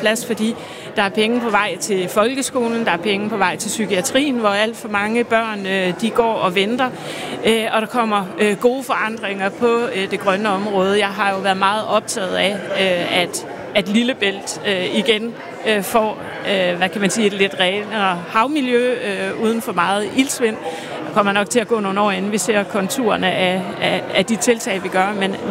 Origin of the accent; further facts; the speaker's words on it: Region of Southern Denmark, Denmark; Det er utrolig vigtigt for mig som sydjyde, men det er jo også vigtigt for vores region